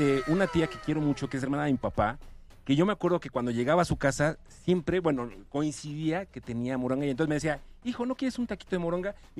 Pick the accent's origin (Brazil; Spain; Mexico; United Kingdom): Mexico; pero soy mexicano y no me gusta.